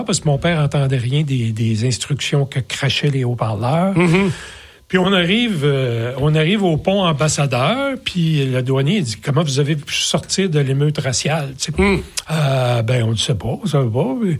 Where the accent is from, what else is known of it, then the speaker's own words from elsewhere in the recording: Quebec City, Quebec, Canada; Moi, j'ai grandi à Québec.